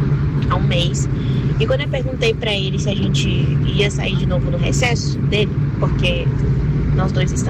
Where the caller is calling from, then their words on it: Brasília, Federal District, Brazil; Sou aqui de Brasília